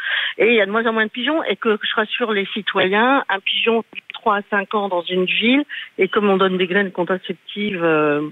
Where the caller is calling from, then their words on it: Uccle, Brussels-Capital Region, Belgium; J'habite à Uccle